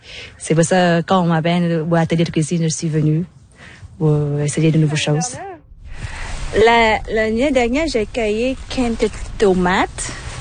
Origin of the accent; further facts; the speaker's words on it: Vietnam; French is a second language; jeune fan. Je viens de Vietnam.